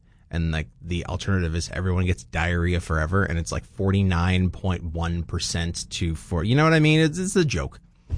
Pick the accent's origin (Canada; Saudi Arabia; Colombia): Canada; most American elections were hilarious to watch as a Canadian